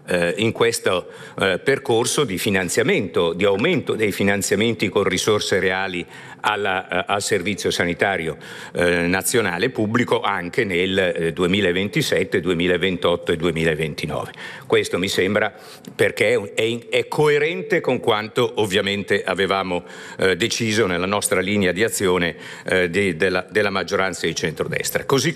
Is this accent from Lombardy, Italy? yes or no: yes; Lombardy, Italy; vengo dalla Lombardia